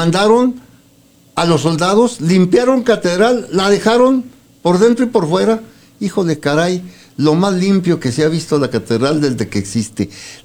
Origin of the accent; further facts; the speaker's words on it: Ciudad Juárez, Chihuahua, Mexico; born there; Donde se termina el barrio alto, donde empieza el cerrito.